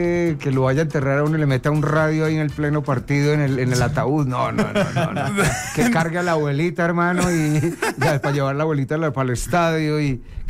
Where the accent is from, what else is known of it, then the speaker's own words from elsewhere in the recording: Colombia; hablan de nosotros como colombianos, como lo que somos.